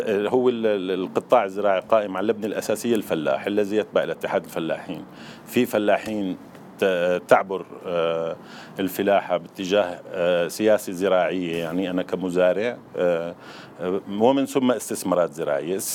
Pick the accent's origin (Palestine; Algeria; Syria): Syria; خصوصا بالتنوع المناخي اللي عندنا بسوريا من شرق لشمال سوريا للجنوب.